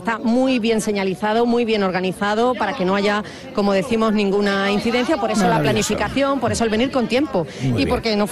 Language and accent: Spanish; Utrera, Andalusia, Spain; porque yo soy de Utrera, lo que pasa que mi pareja es de Jerez, entonces por eso hago el camino con Jerez